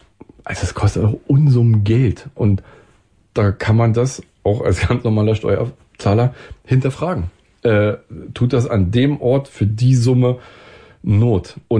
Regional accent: East Germany, Germany; born there; Ich bin ja auch im Land geboren, was es gar nicht mehr gibt, wenn du so willst.

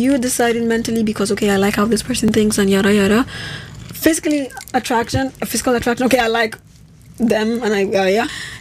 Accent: Nigeria; now in Germany; There's still a lot of things to learn as a Nigerian living in Germany because the culture shocks are so different.

